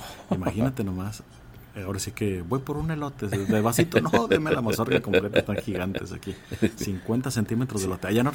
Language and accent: Spanish; Mexico